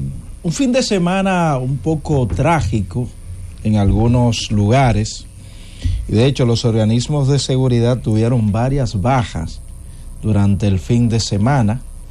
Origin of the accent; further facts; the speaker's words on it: Villa Altagracia, San Cristóbal, Dominican Republic; born there; en mi pueblo, Villa Altagracia